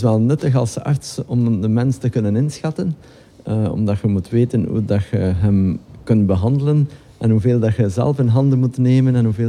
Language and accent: Dutch; Flanders, Belgium; born there; West-Vlaming, wel, geboren in Oost-Vlaanderen, gewoond in West-Vlaanderen.